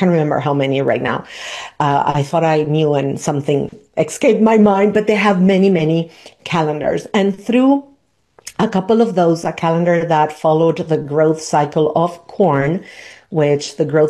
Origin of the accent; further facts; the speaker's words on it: Argentina; moved away as an adult; I was born and raised in Argentina and I lived in the southern hemisphere until I was nearly 30 years old. So for me, it's very, I still have friends and family. My mom is there.